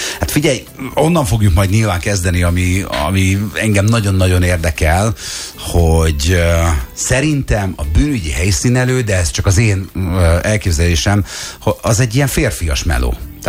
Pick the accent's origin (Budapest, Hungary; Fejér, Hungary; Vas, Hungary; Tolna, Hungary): Tolna, Hungary; Szekszárd; Tehát én vidéken nőttem fel Szekszáron, de az egy város.